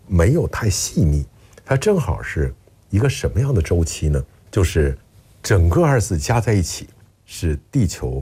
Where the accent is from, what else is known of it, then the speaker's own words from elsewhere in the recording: Northeast China, China; 我是东北人，我老家东北，我们东北人再勤奋，你也只能是一年一暑，是吗？